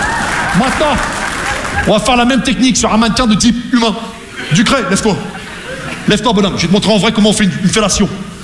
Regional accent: Rouen, Normandy, France; parce que moi je viens de Rouen, tu vois, la Normandie, les Vikings

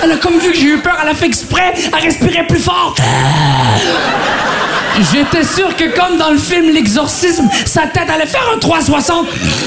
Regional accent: Quebec, Canada; elle est québécoise comme moi. On est nés au Québec, mais elle est d'origine syrienne.

